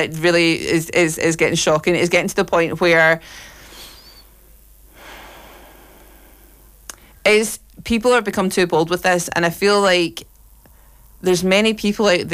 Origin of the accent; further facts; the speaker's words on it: Scotland, United Kingdom; accent: Scottish; to live in a country, to grow up in a country. Culturally, to be culturally Scottish and have the Scottish accent and go to the Scottish schools and go to Scottish high schools and work in Scottish jobs and be around Scottish people